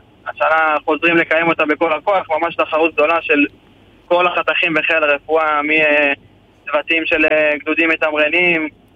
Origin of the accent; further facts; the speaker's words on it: Jerusalem, Jerusalem District, Israel; אני מירושלים, אני בן 22